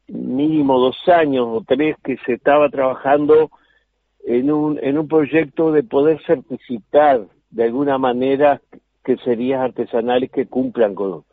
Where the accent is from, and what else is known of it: Uruguay